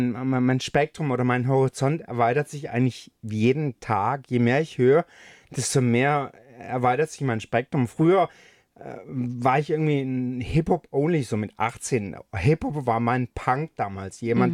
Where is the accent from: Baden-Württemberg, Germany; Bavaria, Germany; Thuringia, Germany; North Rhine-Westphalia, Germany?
Baden-Württemberg, Germany; Stuttgart; Ich bin aus Stuttgart.